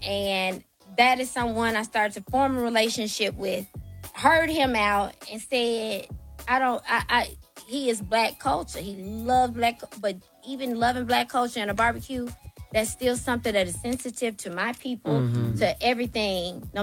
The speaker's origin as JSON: {"language": "English", "region": "Tennessee", "country": "United States", "said": "I am from Tennessee. I am deep in country music."}